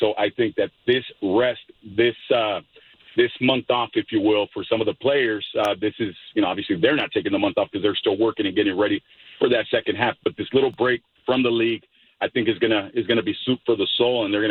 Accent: San Diego, California, United States; my hometown teams

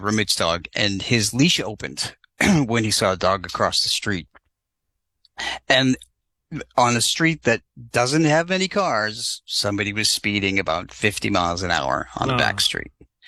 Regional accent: New England, United States; I grew up in New England

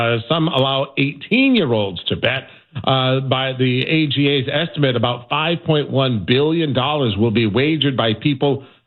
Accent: New England, United States; moved away; I'm from New England originally

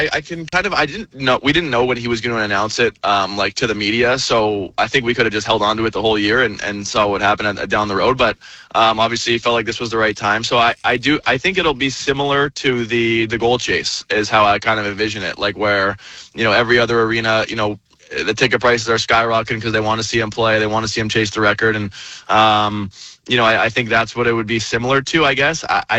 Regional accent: Toronto, Ontario, Canada; moved away; I'm from Toronto, and my little brother had an Ovechkin jersey growing up in our room.

